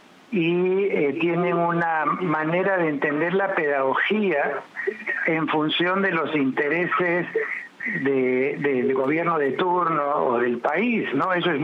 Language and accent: Spanish; Peru; nuestra manera de ser como peruanos